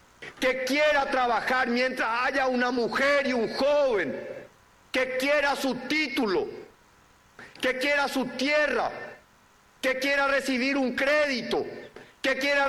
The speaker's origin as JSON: {"language": "Spanish", "country": "Paraguay", "said": "Si hay algo de lo que me siento orgulloso como paraguayo, como un joven que ama a esta patria"}